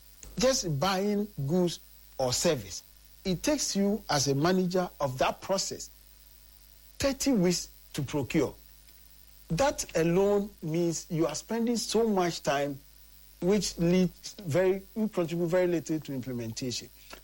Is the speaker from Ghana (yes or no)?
yes; Ashanti, Ghana; I'm also from Ashanti region.